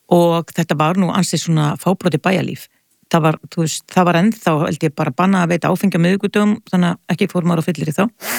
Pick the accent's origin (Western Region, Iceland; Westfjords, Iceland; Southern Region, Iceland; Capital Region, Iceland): Capital Region, Iceland; Hafnarfjörður; ég reyndar alveg upp í Hafnarfirði, þannig ég var ekki daglega gestur í borginni fyrir ég var tvítu því ég flutt úr Hafnarfirði.